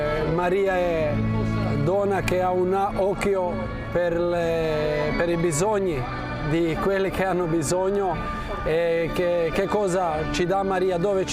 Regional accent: Pula, Istria County, Croatia; Italian is a second language

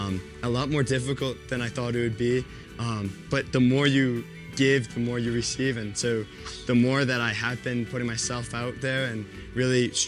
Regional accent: New York, United States; I'm from New York.

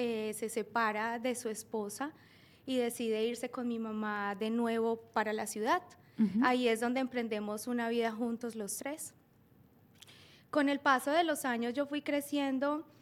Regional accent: Pereira, Risaralda, Colombia; De Pereira, nací en un pueblo de sí. Colombia.

